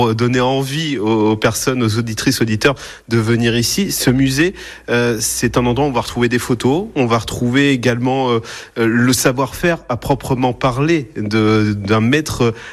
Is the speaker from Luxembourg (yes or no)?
no; Limoges, Nouvelle-Aquitaine, France; J'ai 38 ans et c'est la première fois, je suis limougeois